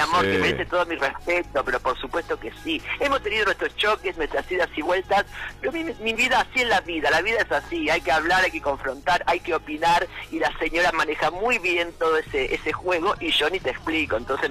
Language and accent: Spanish; Argentina; somos todos argentinos, y en este mes del mundial más argentinos que nunca, somos todos argentinos.